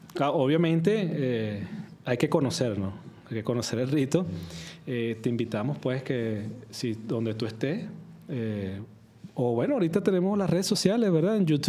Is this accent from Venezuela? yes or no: yes; Venezuela; now in Miami, United States; yo también soy venezolano